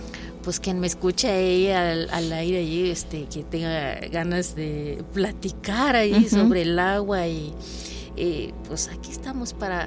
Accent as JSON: {"language": "Spanish", "town": "Palmital", "region": "Veracruz", "country": "Mexico", "said": "Entonces, uh-huh. Yo soy de Palmital, pertenece. Sí. a Tantuyuca."}